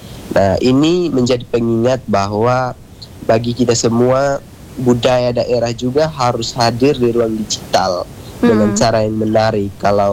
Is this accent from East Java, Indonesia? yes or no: no; Raijua Island, East Nusa Tenggara, Indonesia; saya sebagai pemuda yang lahir besar di Pulau Raijua, Kabupaten Sabu Raijua